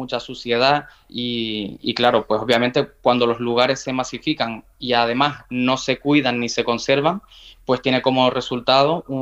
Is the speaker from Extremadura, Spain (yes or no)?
no; Santa Brígida, Canary Islands, Spain; born there; yo soy de allí, de Santa Brígida, y llevo yendo a la caldera desde que era un niño